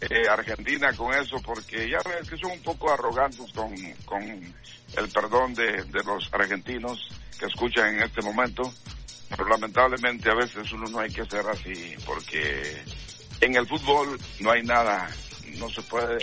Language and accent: Spanish; Mexico; aunque no tenemos el acento español, pero muchos mexicanos y yo en lo personal estoy contento que el equipo España haya salido adelante